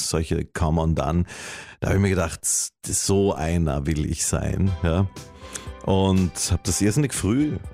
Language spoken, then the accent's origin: German; Vienna, Austria; Ich bin in Wien aufgewachsen. Mit 2 Schwestern und Eltern, wie viele.